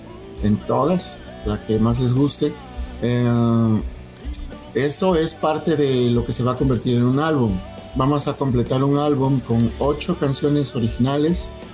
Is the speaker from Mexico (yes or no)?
yes; Tierra Blanca, Veracruz, Mexico; moved away as an adult; now in Veracruz, Mexico; Yo soy de Tierra Blanca, Veracruz.